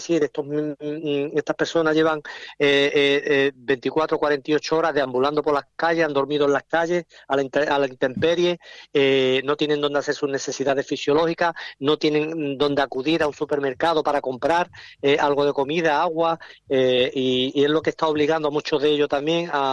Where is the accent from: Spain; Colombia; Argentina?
Spain; Ceuta; Yo como ciudadano, yo soy de aquí de Ceuta